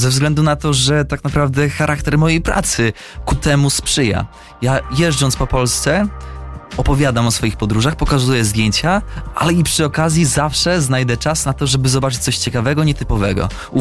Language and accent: Polish; Podlaskie Voivodeship, Poland; now in Warsaw, Poland; Rejon, z którego pochodzę, jednak uważam, jeżdżąc po całej Polsce, że wciąż jest w jakiś sposób taki unikalny.